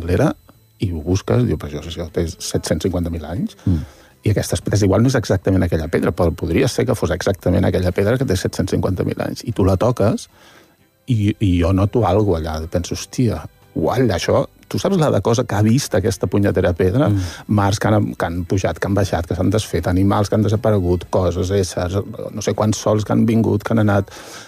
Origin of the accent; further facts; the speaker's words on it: Taradell, Catalonia, Spain; Sí, que és d'on jo soc de Taradell, eh?